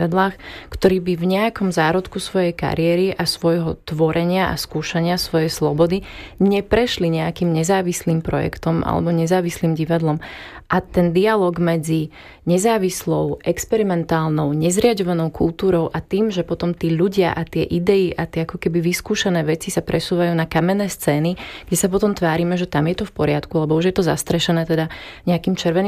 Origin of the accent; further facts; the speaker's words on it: Detva, Banská Bystrica Region, Slovakia; moved away; sama som z detví, z malého mesta